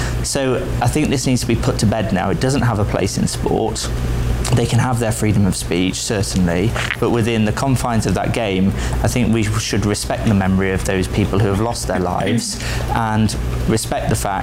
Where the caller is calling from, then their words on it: England, United Kingdom; to me, part of being English is following the rules and respecting them.